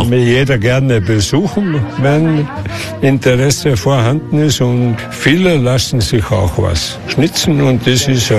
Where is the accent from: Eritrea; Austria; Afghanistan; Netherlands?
Austria; Grossarl, Salzburg; born there; Ich bin gebürtiger Großaaler und schnitze schon seit 1971.